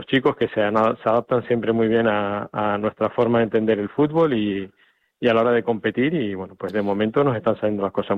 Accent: Canary Islands, Spain; yo siempre he sido una persona muy orgullosa de mi tierra

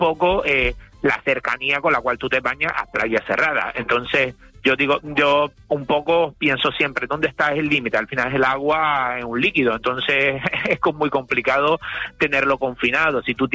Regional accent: Italy; now in Spain; DNI los italiano, aunque puedo hacer por matrimonio de mi pareja español, pero sí. Bueno, sigo siendo italiano al 100%.

